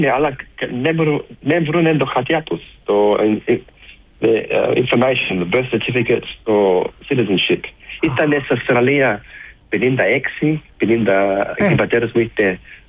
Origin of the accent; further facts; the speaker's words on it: Greece; Αλλά είμαι Έλληνας.